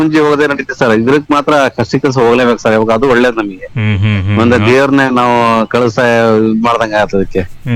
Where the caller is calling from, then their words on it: Karnataka, India; ನಮ್ಮೂರ ಉತ್ತರಕನ್ನಡ ಟೈಪ್ ಬೆಲ್ಲ ನೀರು ಕೊಡ್ತೀವಿ